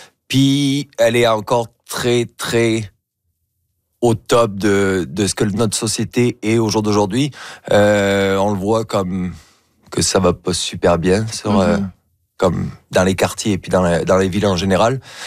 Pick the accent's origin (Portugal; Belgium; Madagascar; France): France; Chez moi en France, c'est comme c'est du déjà vu